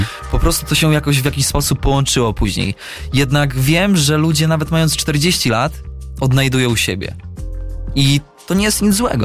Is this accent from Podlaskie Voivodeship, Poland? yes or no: yes; Podlaskie Voivodeship, Poland; now in Warsaw, Poland; Rejon, z którego pochodzę, jednak uważam, jeżdżąc po całej Polsce, że wciąż jest w jakiś sposób taki unikalny.